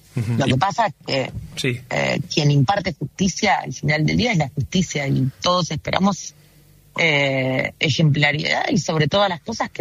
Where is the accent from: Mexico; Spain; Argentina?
Argentina